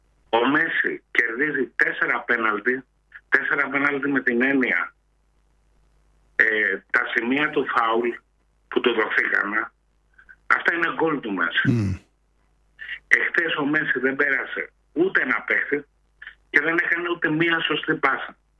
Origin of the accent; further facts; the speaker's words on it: Argentina; now in Piraeus, Greece; Να πω κάτι, επειδή είμαι από Αργεντινή.